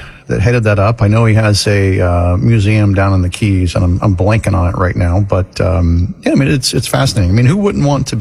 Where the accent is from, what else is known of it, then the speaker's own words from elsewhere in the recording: Florida, United States; Well, yeah, I grew up in Florida.